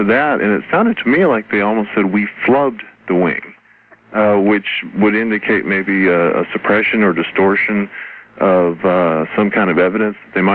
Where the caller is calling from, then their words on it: Columbia, Missouri, United States; This is … in Columbia, Missouri.